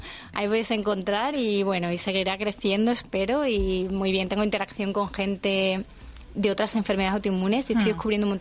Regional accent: Cáceres, Extremadura, Spain; Soy de Cáceres.

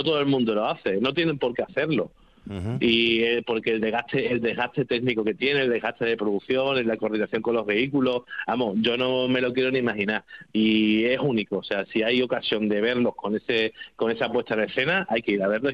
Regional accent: Extremadura, Spain; si es que somos más extremeños que la hostia.

